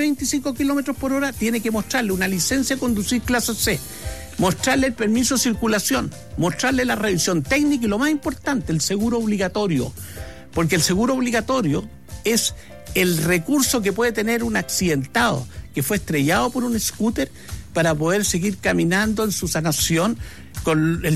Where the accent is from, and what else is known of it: Chile